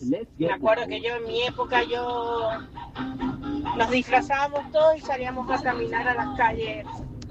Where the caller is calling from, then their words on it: Maipú, Mendoza, Argentina; Soy de Maipú.